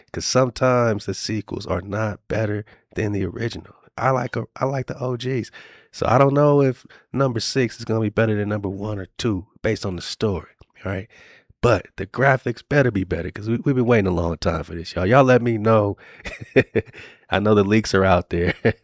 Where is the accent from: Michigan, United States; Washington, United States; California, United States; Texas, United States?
California, United States; Inglewood; growing up in Inglewood, California